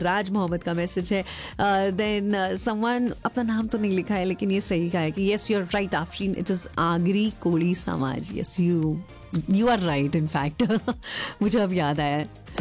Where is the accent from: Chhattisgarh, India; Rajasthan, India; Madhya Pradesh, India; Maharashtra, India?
Maharashtra, India; Mumbai; क्योंकि मैं मुंबई से बिलोंग करती हूँ.